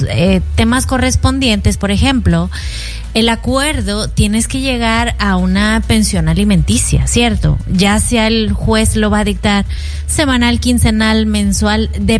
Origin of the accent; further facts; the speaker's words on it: Mexico; te hablo yo como mexicana